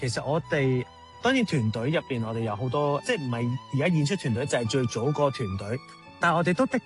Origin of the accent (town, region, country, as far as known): Hong Kong